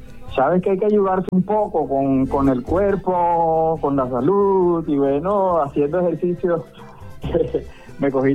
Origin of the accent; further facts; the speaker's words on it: Córdoba, Colombia; Bueno, yo soy del departamento de Córdoba, exactamente vivo en Montería, entre Montería y la ciudad de Medellín.